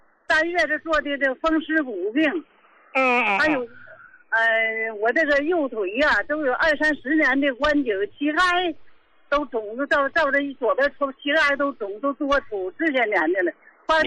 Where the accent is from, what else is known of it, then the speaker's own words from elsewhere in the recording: Qingdao, Shandong, China; 我是青岛的。